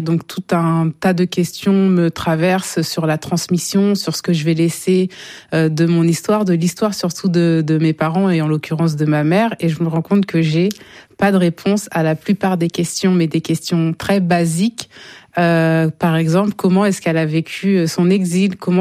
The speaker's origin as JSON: {"language": "French", "town": "Canteleu", "region": "Normandy", "country": "France", "said": "comment ça de Normandie, vous venez d'où? Je dis Rouen, mais Rouen, enfin Canteleu, mais où, près de Rouen, donc en Normandie."}